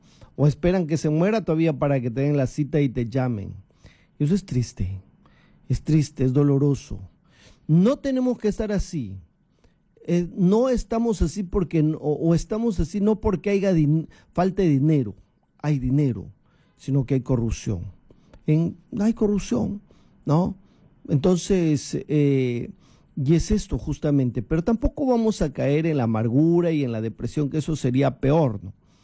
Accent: Peru; somos libres los peruanos

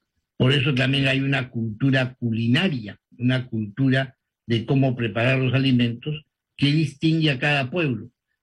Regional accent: Peru

